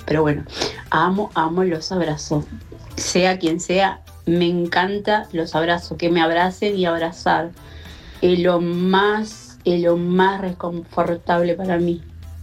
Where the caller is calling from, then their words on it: Podestá, Buenos Aires Province, Argentina; vivo en Los Altos de Podestá, partido 3 de febrero.